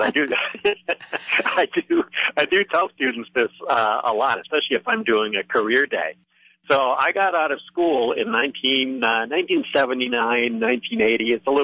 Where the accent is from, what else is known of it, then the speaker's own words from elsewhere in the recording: Monroe, Michigan, United States; My hometown is Monroe, Michigan